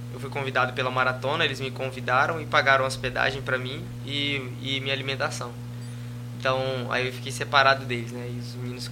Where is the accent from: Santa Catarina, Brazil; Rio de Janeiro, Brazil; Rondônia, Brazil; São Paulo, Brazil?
Rondônia, Brazil; Eu sou rondoniense.